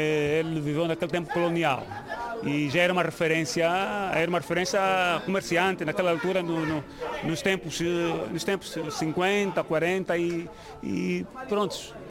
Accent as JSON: {"language": "Portuguese", "country": "Angola", "tie": "born or raised there", "moved": "as an adult", "lives_now": "Portugal", "said": "sou natural de Angola, encontro-me em Portugal há 4 anos."}